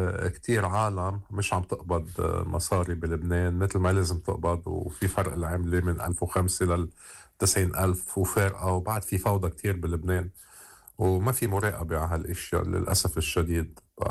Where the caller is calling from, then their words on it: Liverpool, North West England, United Kingdom; من ليفربول